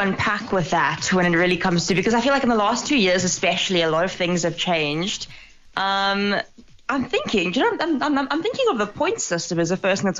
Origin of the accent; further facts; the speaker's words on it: Johannesburg, Gauteng, South Africa; moved away as an adult; now in Stellenbosch, South Africa; I'm from Joburg, out of province.